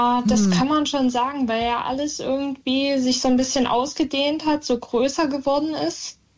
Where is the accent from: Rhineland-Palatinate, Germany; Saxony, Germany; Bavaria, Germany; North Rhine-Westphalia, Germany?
Saxony, Germany; Ich komme aus Kunowalde, das ist in Sachsen, ein kleines Dorf